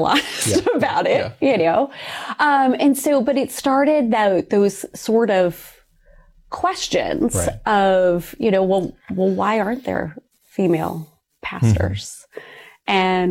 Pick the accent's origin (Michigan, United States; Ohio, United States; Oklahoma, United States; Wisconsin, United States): Ohio, United States; So I grew up in a very rural part of Ohio, and my family, we were churchgoers.